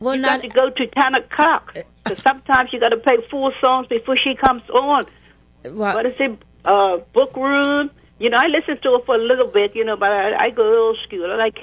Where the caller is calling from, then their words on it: Devonshire, Bermuda; I'm calling from Devonshire.